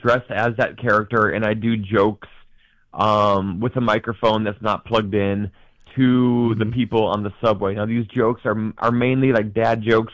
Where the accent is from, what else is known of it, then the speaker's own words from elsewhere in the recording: Midwest, United States; now in New York, United States; I feel like I'm a Midwestern guy. You know, I live in New York, but I'm from the Midwest.